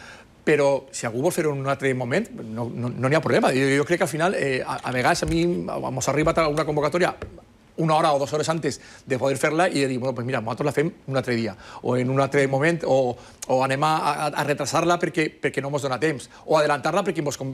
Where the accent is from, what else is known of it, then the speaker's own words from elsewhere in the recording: Ceuta, Spain; per a poder expressar la seva solidaritat al meu poble de Ceuta.